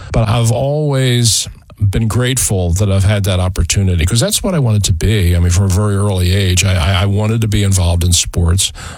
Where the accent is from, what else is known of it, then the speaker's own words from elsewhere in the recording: Philadelphia, Pennsylvania, United States; raised here, went to school here, and worked here my whole life. I've never worked anywhere else. I am as Philadelphian as a Philadelphian can possibly be.